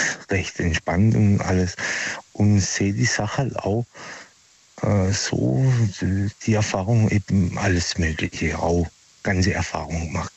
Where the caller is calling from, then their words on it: Pforzheim, Baden-Württemberg, Germany; Ja, da, von Pforzheimer Gegend.